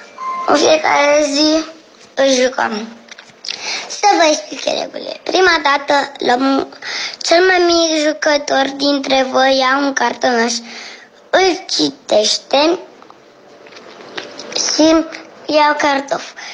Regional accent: Galați, Galați County, Romania; din Galați și vreau să vă spun jocul meu.

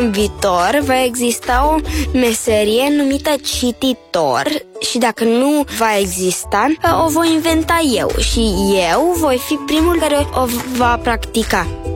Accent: Bucharest, Romania; din București și am 8 ani.

